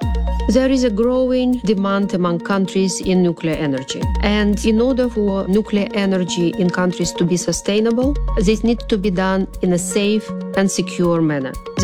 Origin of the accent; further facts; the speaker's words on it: Belarus; Prior to joining the IAEA, I was working in my home country, Belarus